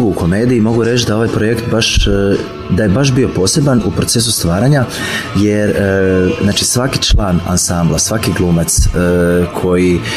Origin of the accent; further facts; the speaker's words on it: Zagreb, City of Zagreb, Croatia; born there; ja sam kao klinac imao bend u Španskom … tamo negdje 2005. još